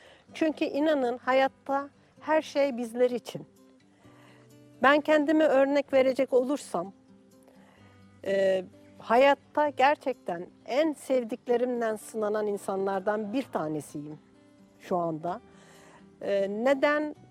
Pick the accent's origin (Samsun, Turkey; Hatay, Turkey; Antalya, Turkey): Hatay, Turkey; başta da söylemiştim ben Hataylıyım, Hatay depreminde de 14 tane yakınımı kaybettim bir gecede.